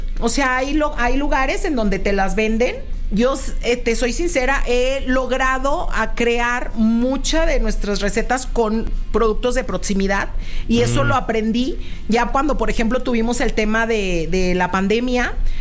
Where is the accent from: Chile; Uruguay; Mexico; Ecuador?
Mexico; Guadalajara, Jalisco